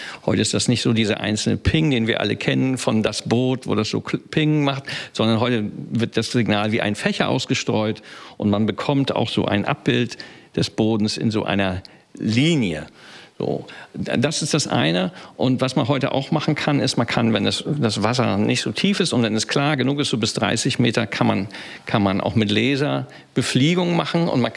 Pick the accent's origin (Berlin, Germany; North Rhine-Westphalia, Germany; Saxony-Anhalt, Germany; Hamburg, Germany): Hamburg, Germany; Und als Hamburger weiß man